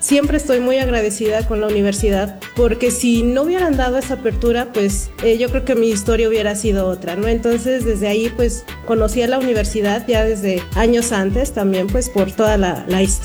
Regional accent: Tlanalapa, Hidalgo, Mexico; born or raised there

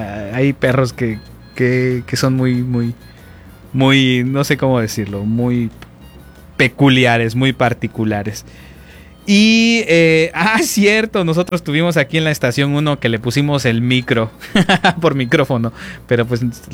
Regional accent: Mexico; moved away; yo allá en el rancho, cuando era niño y vivía en el Gosco

